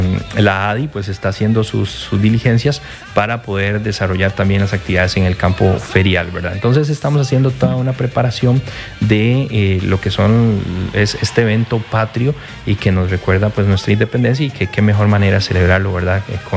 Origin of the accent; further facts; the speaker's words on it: Puntarenas, Costa Rica; nuestro cantón de corredores